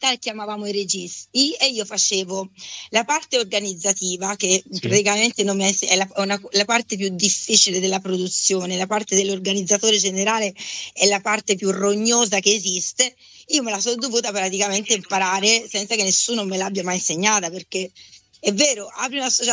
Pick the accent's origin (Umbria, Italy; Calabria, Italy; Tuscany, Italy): Tuscany, Italy; Prato; moved away as an adult; now in Rome, Italy; sono partita da quella teatrale nella mia città, a Prato, da quando avevo tipo 6 anni